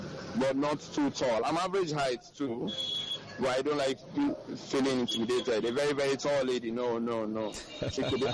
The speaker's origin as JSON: {"language": "English", "region": "Imo", "country": "Nigeria", "said": "Okay, Imo State."}